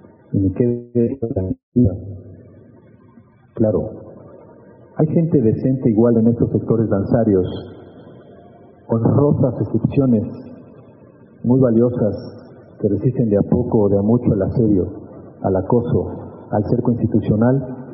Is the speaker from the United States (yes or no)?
no; Mexico